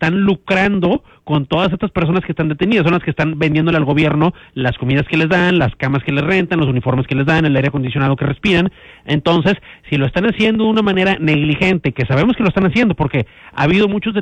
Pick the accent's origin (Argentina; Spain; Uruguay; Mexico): Mexico; now in United States; yo como mexicano, me da gusto que México está haciendo punta de lanza